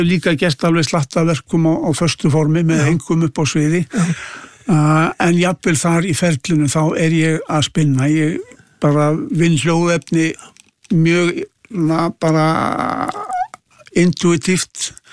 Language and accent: Icelandic; Kópavogur, Capital Region, Iceland; Já, en ég óls líka upp í Kópavogi og mér fannst það alveg mjög gott líka.